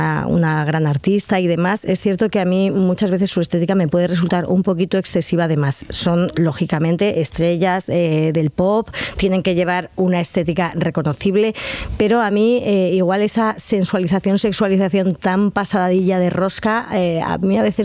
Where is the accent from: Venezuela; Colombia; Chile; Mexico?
Colombia; creo que, siendo colombiana, debía ser embajadora de la moda colombiana de una forma mucho más activa.